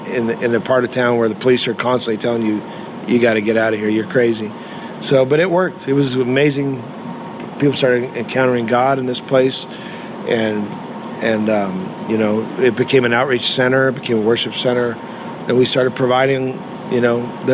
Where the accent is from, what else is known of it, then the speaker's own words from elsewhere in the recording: Canada; And I didn't even know what it was as a Canadian boy.